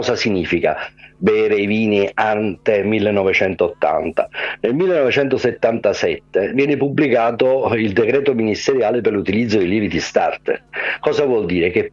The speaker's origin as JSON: {"language": "Italian", "town": "Naples", "region": "Campania", "country": "Italy", "said": "sono proprio di Napoli."}